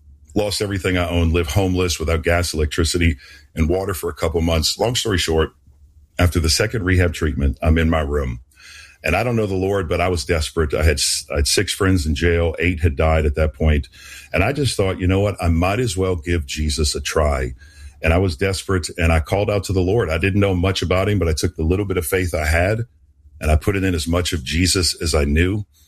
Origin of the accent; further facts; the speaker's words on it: New Orleans, Louisiana, United States; I was raised in New Orleans and Roman Catholic, very religious, went to church every Sunday